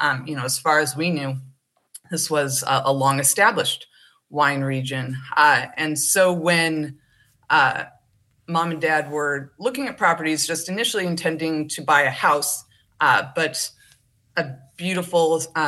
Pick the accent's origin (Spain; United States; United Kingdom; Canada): United States; Midwest; moved away as an adult; now in Southern Oregon, United States; We're from the Midwest farmers out there.